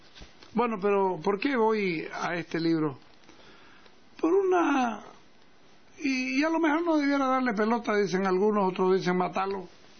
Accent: Santa Cruz, Bolivia; no es que me ofenda como cruceño

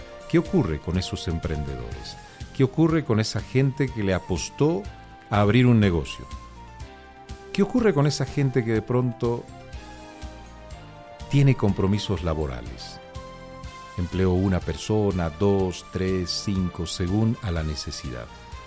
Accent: Bolivia

